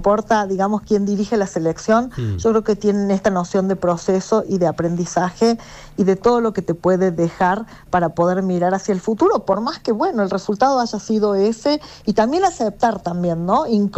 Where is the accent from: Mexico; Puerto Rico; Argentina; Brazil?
Argentina; lo más fuerte que tenemos los argentinos es que somos muy buenos saliendo adelante de las crisis